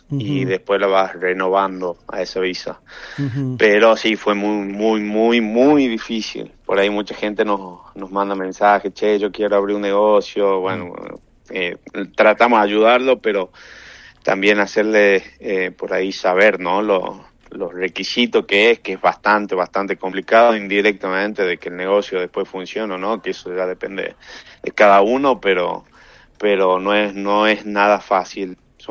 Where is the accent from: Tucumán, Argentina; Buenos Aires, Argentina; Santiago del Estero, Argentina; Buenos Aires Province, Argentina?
Tucumán, Argentina; moved away as an adult; now in Kansas, United States; tucumano. Junto a mi esposa hace 3 años y medio que estamos ya acá